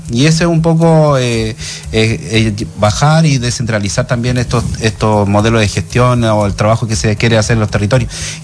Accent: Cholchol, Araucanía, Chile; born there; Yo estudié acá en Cholchol.

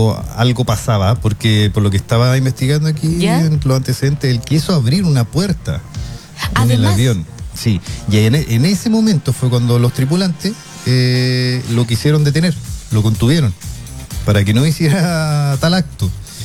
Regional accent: Chile; Para empezar, somos chilenos.

